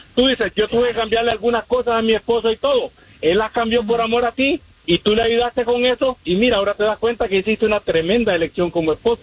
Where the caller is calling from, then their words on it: Chicago, Illinois, United States; Buenos días, Andreina, desde los Chicago, Illinois.